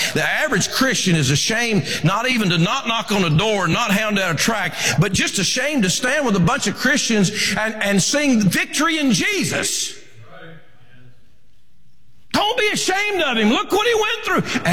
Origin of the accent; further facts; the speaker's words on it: United States; I've never been tempted to say, no, I'm not an American.